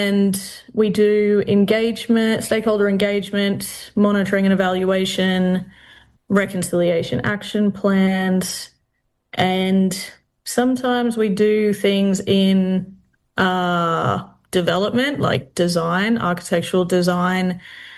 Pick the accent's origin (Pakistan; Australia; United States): Australia; Western Australia; a Jaru woman from the Kimberley area of WA, with family connections to Balgo, Horse Creek, Windham. I grew up in the Kimberley in lots of little towns and remote communities that really shaped how I saw the world.